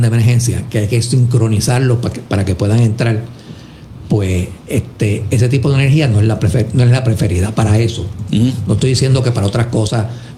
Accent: Puerto Rico; todos somos puertorriqueños que estamos ahí, la inmensa mayoría.

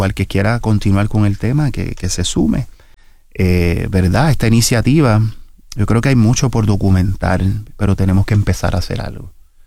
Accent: Puerto Rico; o la aportación como historiador puertorriqueño, es que nosotros entendamos cómo se crearon las bases para este proyecto que es tan importante en el Caribe

